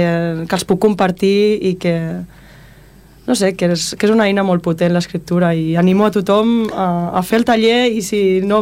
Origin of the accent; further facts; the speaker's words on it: Blanes, Catalonia, Spain; A mi em queda una mica lluny, jo vinc de Blanes, o sigui que...